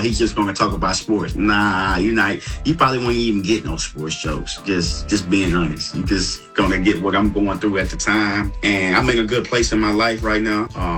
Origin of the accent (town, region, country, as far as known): Texas, United States